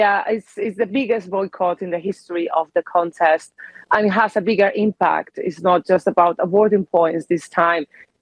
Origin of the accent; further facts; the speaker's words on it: Spain; now in Aberdeen, United Kingdom; I'm from Spain